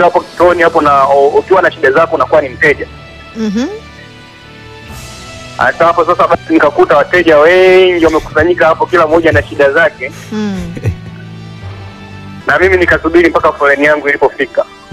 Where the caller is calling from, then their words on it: Kahama, Shinyanga, Tanzania; kutoka Kahama hapa.